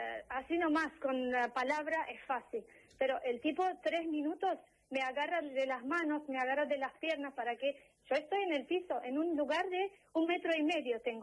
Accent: Armenia; now in Argentina; Yo soy armenia.

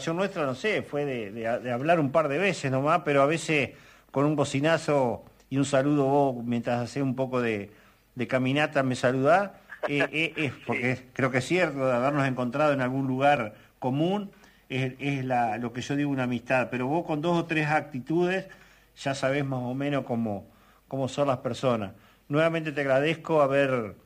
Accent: Concepción del Uruguay, Entre Ríos, Argentina; also born or lived in Colón; Si bien yo soy de acá de Concepción, nací en Colón, pero estuve 2 meses, soy de Concepción también.

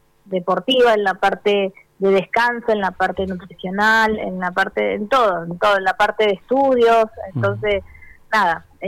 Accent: Caleta Olivia, Santa Cruz, Argentina; Somos de acá

